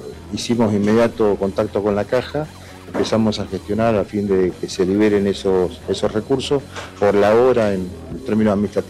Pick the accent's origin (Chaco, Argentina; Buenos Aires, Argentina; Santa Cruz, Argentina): Santa Cruz, Argentina; Caleta Olivia; lo conozco porque soy de Caleta Olivia